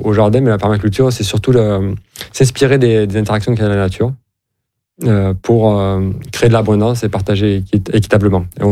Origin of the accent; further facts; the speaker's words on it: Occitanie, France; born there; étant né dans l'Aveyron, la campagne